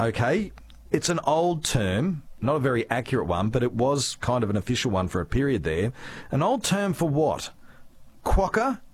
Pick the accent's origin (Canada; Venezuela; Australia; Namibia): Australia; South Australia; Yes, and I probably would have got that correctly, but only because I was brought up in South Australia.